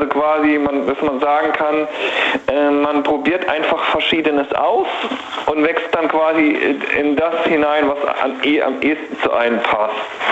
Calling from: Baden-Württemberg, Germany; Ich komme aus dem Heidelberger Raum.

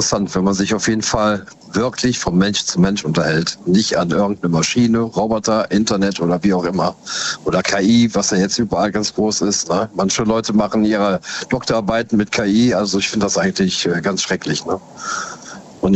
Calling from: Augustfehn, Lower Saxony, Germany; Ich aus Augustfehn.

